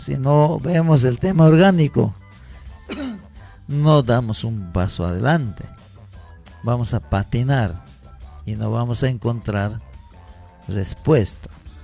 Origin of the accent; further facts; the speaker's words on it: Peru; nosotros los peruanos.